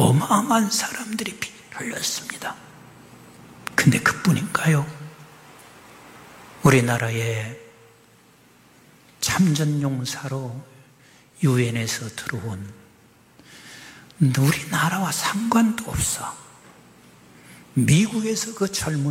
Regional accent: South Korea; also born or lived in United Kingdom; 그래서 한국에서 왔다고.

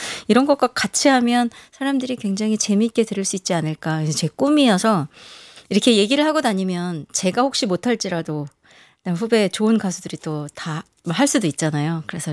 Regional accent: South Korea; 우리가 한국 사람으로서 서양 음악을 하잖아요.

